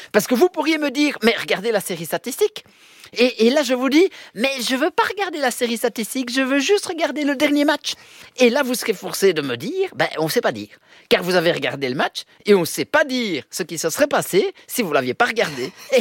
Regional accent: Milan, Lombardy, Italy; born there; because quelque part je suis né à Milan.

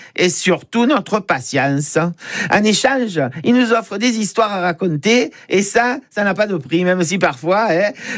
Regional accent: Marseille, Provence-Alpes-Côte d'Azur, France; Moi, je fais ce que font les vrais Marseillais.

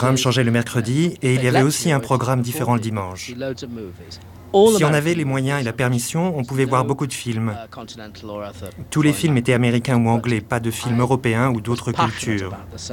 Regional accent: Manchester, North West England, United Kingdom; J'ai grandi à Manchester, dans un quartier où il y avait beaucoup de petits cinémas alentour, où on pouvait voir des films tout le temps.

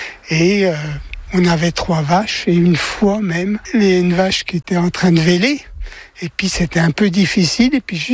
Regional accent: Bourgogne-Franche-Comté, France; born there; now in Chailly-sur-Armançon, France; le petit village où je suis né, à Tôte exactement. Mes parents venaient le bistrot avec poste à essence.

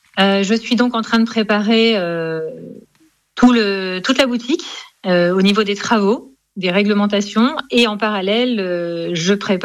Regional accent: France; Du moins, on a une réputation en tant que Français

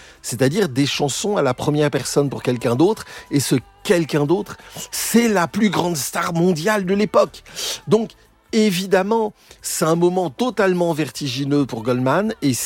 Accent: Paris, Île-de-France, France; Je dis pas ça parce que je suis parisien.

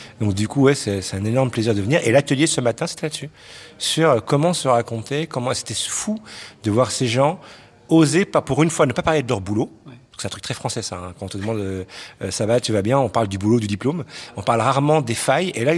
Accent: Belgium; Ma première couche, je suis belge. La deuxième, je suis d'origine marocaine.

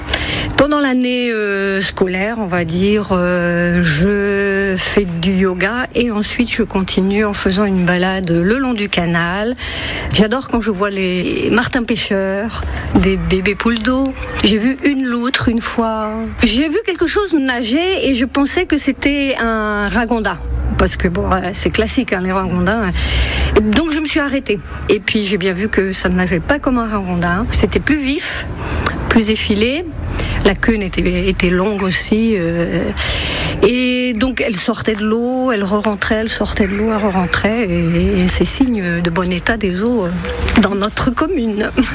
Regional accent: Brittany, France; moved away; moi, je ne suis pas originaire d'ici. Je suis originaire du Finistère Nord.

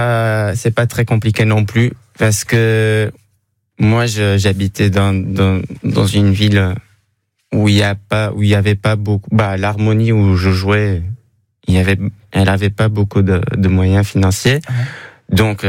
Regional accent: Portugal; Alors, faut juste savoir que moi, je suis portugais aussi. Ouais. Donc, ma vie a commencé, comme la plupart des musiciens avant, au Portugal, dans un orchestre d'harmonie.

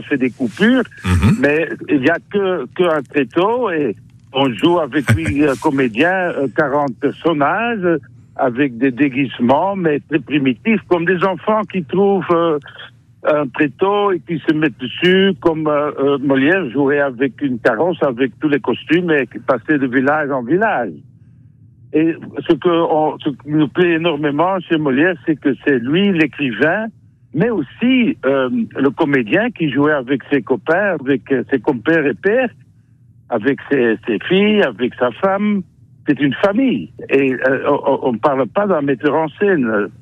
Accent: Flanders, Belgium; French is a second language; Nous sommes des Flamands. Je pourrais même dire que j'ai appris le français en jouant en français.

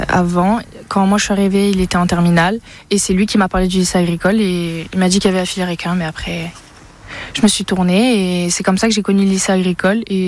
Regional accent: Bonifacio, Corsica, France; je suis originaire de Bonifacio

